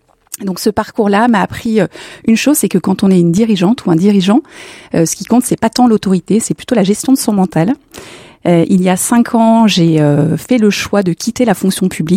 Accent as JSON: {"language": "French", "region": "Bourgogne-Franche-Comté", "country": "France", "tie": "born or raised there", "said": "Alors j'ai 49 ans, j'ai grandi en Bourgogne, entourée et élevée par des femmes dans un univers assez féminin"}